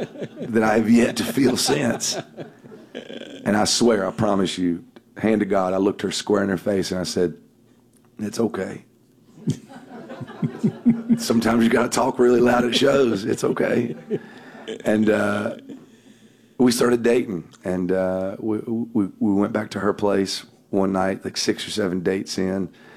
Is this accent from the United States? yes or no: yes; North Carolina, United States; Where I'm from, I'm a redneck from North Carolina. You don't keep dogs in your house.